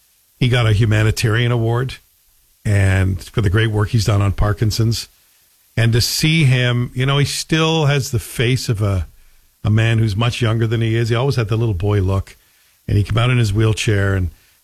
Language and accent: English; Canada; Anyway, I was proud to see a fellow Canadia